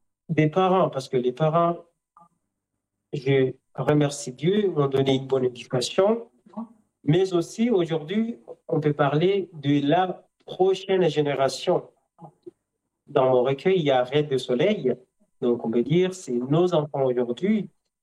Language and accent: French; Mdé, Grande Comore, Comoros; moved away; also born or lived in Tsingoni, Mayotte; j'ai mon père qui vient d'une commune Yamou, j'ai ma mère qui vient du Mandavambani, j'ai Mdé là où j'ai grandi. Donc, je viens d'où? Je viens de partout. Donc, je suis comorien, je suis terrien pour généraliser.